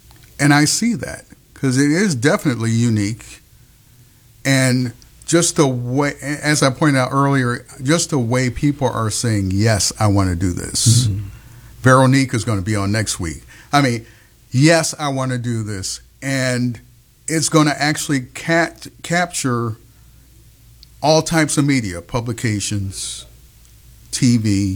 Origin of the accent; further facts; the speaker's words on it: Chicago, Illinois, United States; I grew up on the west side of Chicago.